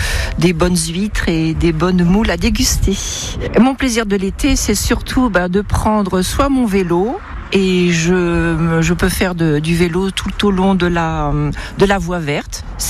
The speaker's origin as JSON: {"language": "French", "town": "Saint-Malo", "region": "Brittany", "country": "France", "tie": "born or raised there", "lives_now": "Le Vivier-sur-Mer, France", "said": "je suis originaire de Saint-Malo, et plus précisément Saint-Servan. J'habite sur la petite commune du Vivier-sur-Mer. C'est une jolie petite bourgade où vous pouvez trouver des bonnes huîtres et des bonnes moules à déguster."}